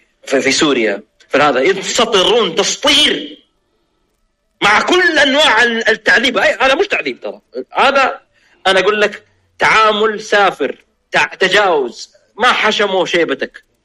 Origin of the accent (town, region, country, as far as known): Saudi Arabia